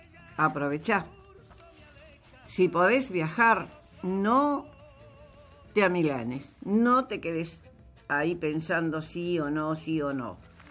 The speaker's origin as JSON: {"language": "Spanish", "country": "Argentina", "said": "hablo de mi suelo, de mi tierra argentina"}